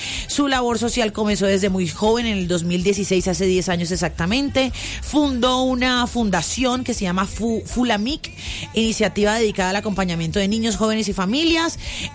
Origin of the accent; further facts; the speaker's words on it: Barranquilla, Atlántico, Colombia; Soy barranquillera y sale ahí